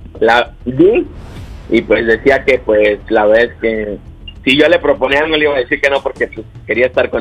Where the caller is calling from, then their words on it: Mexico City, Mexico; Tengo 20 años y aquí estoy de la Ciudad de México.